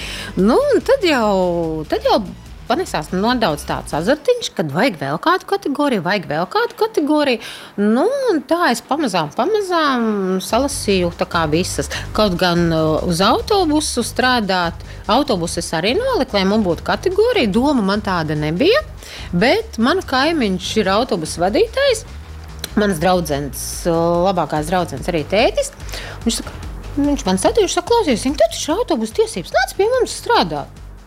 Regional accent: Ventspils, Courland, Latvia; es esmu no Ventspils, no Kurzemes

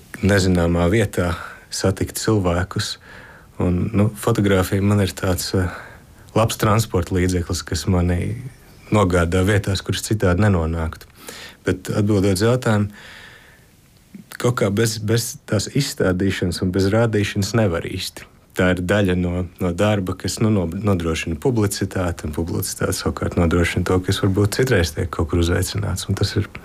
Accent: Selonia, Latvia; es pats esmu bērnību pavadījis Sēlijā, tad kādā ziņā man tā vide bija pazīstama.

